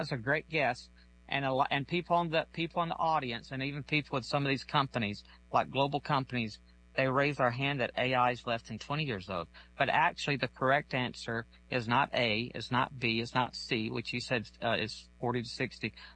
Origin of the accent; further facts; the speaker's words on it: Alabama, United States; I am from Alabama